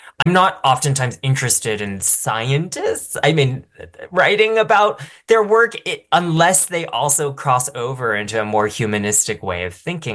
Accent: United States; born there; I was born here and named after, the city where I was born in Chinese.

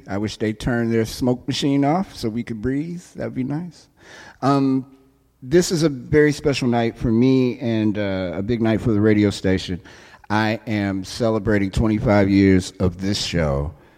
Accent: Chicago, Illinois, United States; I am very grateful and very, very happy to be able to serve my friends here in my hometown in the city of Chicago.

